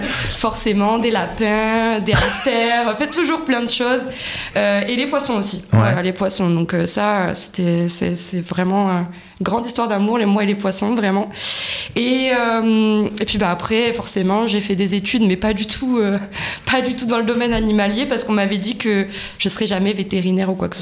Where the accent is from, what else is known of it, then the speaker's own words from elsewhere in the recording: Brittany, France; moved away as an adult; now in Gers, France; C'était en Bretagne, puisque je suis bretonne.